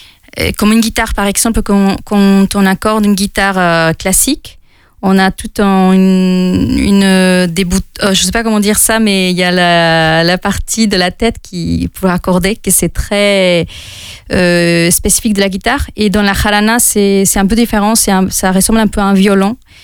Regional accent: Veracruz, Mexico; French is a second language; now in France; Et oui, je suis mexicaine de Veracruz. Et je suis chanteuse et musicienne depuis mes 15 ans. Et je suis là en France depuis 4 ans et demi.

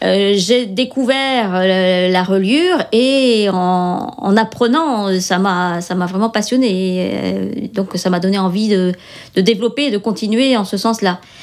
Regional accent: Saint-Sauveur, Brittany, France; also born or lived in Brest; Je suis originaire de Saint-Sauveur, là où je suis installée maintenant. J'ai habité 10 ans à Brest, effectivement, puisque j'ai travaillé pendant 10 ans à Brest. Et après, je suis revenue m'installer dans des bâtiments de ferme qui appartenaient à mes parents.

